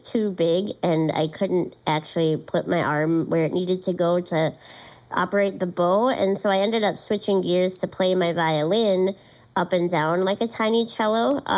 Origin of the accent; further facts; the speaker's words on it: Duluth, Minnesota, United States; I was raised in Duluth, Minnesota, and I still call that town home. I really love it up here.